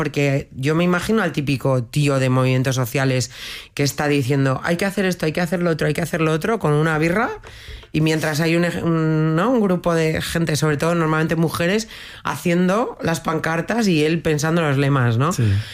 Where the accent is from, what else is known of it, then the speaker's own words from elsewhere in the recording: Bilbao, Basque Country, Spain; Pues porque somos gente peleona. Porque vivir en Bilbao es